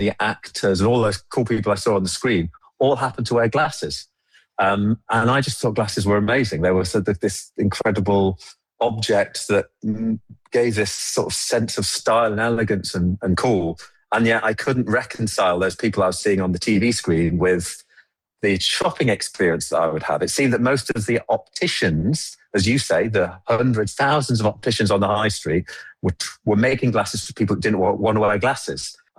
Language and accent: English; England, United Kingdom; So I started wearing glasses when I was at school, growing up in England